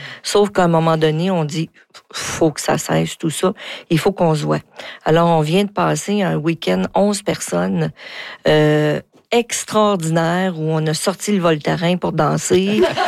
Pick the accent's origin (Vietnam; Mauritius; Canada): Canada; Rouyn-Noranda, Quebec; je suis née en Rouyn-Noranda.